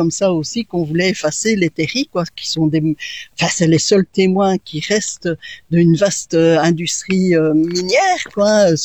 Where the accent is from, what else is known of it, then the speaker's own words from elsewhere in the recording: Charleroi, Wallonia, Belgium; Donc donc moi je suis belge, ok, ça c'est bien, mais après moi je suis Carolo, Ah oui, non, moi je suis Carolo, hein.